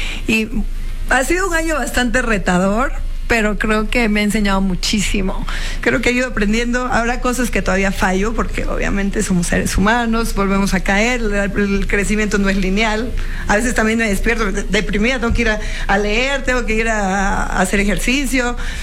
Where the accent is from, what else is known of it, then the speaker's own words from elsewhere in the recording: Mexico; now in Miami, United States; Pues sí, me fui de México.